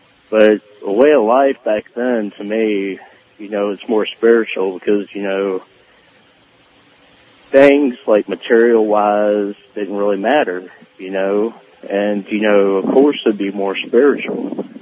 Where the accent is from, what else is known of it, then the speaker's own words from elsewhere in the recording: Southern United States, United States; now in Houston, United States; I'm a spiritual person. I was born and raised Southern.